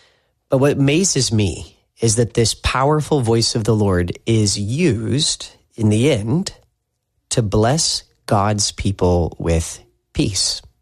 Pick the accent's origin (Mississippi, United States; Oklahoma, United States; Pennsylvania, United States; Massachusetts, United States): Mississippi, United States; Tupelo; I'm from Tupelo, Mississippi, and a tornado swept through Tupelo in the last few years.